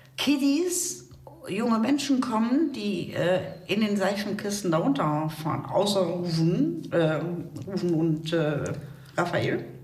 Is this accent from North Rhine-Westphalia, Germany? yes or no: yes; Düsseldorf, North Rhine-Westphalia, Germany; now in Ratzeburg, Germany; Ich als Düsseldorfer